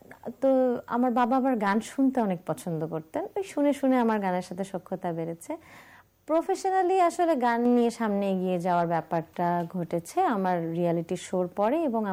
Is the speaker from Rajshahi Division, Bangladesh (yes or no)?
yes; Bogura, Rajshahi Division, Bangladesh; আমার বাড়ি বগুড়াতে। সেখানে আমি ক্যান্টনমেন্ট পাবলিক স্কুল অ্যান্ড কলেজে পড়াশোনা করেছি। আমার ছোটবেলাটা ওখানেই কেটেছে